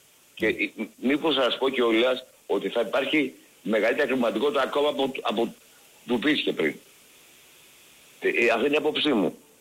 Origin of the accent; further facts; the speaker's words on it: Aigio, Western Greece, Greece; Με θυμάσαι ποιος είμαι εγώ από το Αίγιο, έτσι?